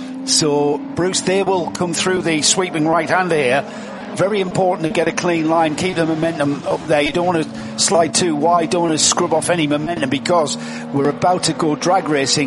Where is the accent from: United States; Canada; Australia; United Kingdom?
United Kingdom; England; now in Germany; Yeah, I'm sorry, I'm English, I'm British.